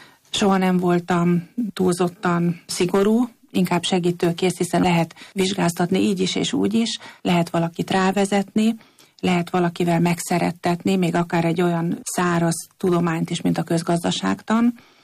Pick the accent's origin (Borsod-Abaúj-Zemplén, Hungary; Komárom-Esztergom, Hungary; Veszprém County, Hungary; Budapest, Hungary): Komárom-Esztergom, Hungary; Esztergom; mi esztergomiként láttuk azt, hogy mekkora küzdelem is volt.